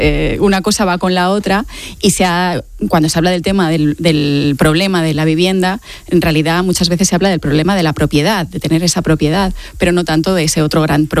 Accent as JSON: {"language": "Spanish", "region": "Balearic Islands", "country": "Spain", "moved": "as an adult", "lives_now": "Barcelona, Spain"}